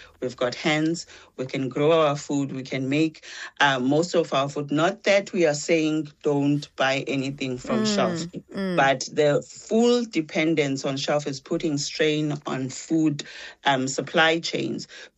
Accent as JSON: {"language": "English", "region": "Eastern Cape", "country": "South Africa", "tie": "born or raised there", "moved": "as an adult", "lives_now": "Cape Town, South Africa", "said": "I was born in the Eastern Cape, raised in a self-sufficient home. So I moved to Cape Town about 20 years ago."}